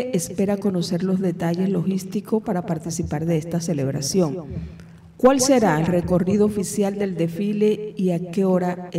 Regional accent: Colombia; nuestra identidad como colombianos

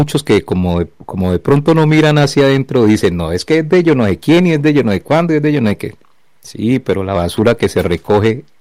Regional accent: Buenaventura, Valle del Cauca, Colombia; Bello puerto del mar, mi Buenaventura. Linda mi tierra, hermosa, espectacular.

